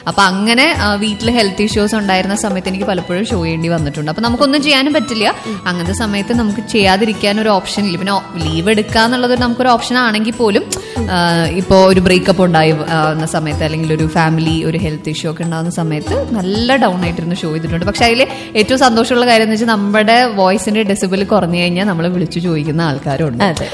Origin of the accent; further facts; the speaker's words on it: Thrissur, Kerala, India; accent: Thrissur slang; എനിക്ക് തോന്നുന്നു എന്റെ തൃശ്ശൂർ സ്ലാങ് എനിക്ക് അധികമില്ല, പക്ഷെ ചില വാക്കുകൾ ഇങ്ങനെ തൃശ്ശൂർ സ്ലാങ്ങിൽ കയറി വരാറുണ്ട്.